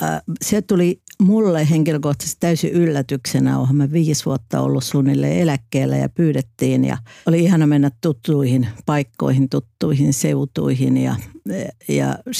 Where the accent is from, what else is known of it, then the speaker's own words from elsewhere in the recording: Northern Finland, Finland; kun mä tulen itse Pohjois-Suomesta, siellä semmoista liikemiesperheestä